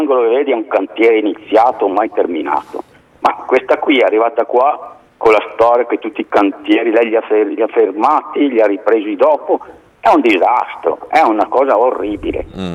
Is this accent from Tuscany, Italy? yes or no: no; Pavia, Lombardy, Italy; Io sono venuto da Pavia